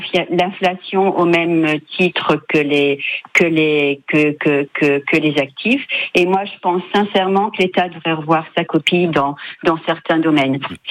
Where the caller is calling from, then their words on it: Boulogne-sur-Mer, Hauts-de-France, France; De Boulogne-sur-Mer.